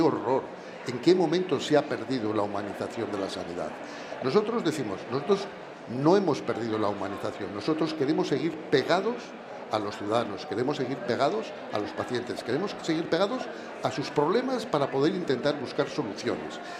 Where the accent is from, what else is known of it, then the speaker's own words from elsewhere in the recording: Spain; tenemos que presumir como españoles.